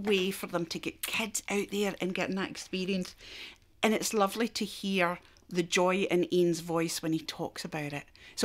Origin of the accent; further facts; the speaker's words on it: Scotland, United Kingdom; now in Australia; I'm a Scottish lad.